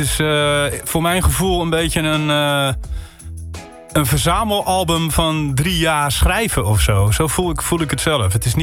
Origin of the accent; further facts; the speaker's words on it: Den Helder, North Holland, Netherlands; moved away as an adult; now in Amsterdam, Netherlands; En van origine komen we uit Den Helder natuurlijk.